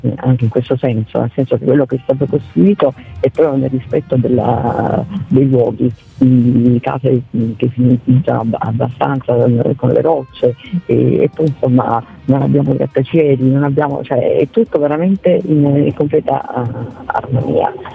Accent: Pietrapertosa, Basilicata, Italy

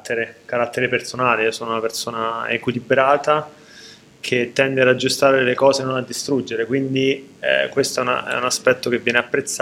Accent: Abruzzo, Italy; now in Cremona, Italy; io sono abruzzese, mia moglie è di Roma

